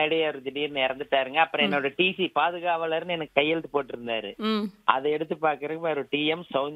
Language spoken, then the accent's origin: Tamil; Ooty, Tamil Nadu, India; now in Coimbatore district, India; நான் பிறந்து வளர்ந்தது எல்லாமே ஊட்டி தாங்க.